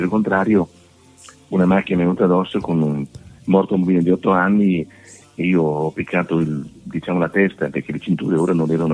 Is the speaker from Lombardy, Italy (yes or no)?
no; Bondeno, Emilia-Romagna, Italy; born there; Io sono emiliano, sono nato in un paesino, Bombeno, provincia di Ferrara